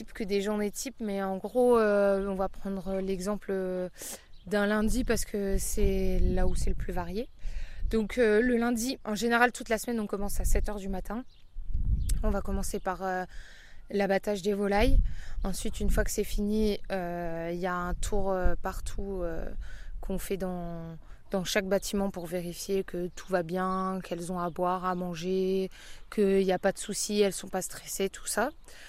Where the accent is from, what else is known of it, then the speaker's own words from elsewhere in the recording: France; Faut pas oublier qu'on est français, qu'il faut d'abord consommer ce que nous on produit.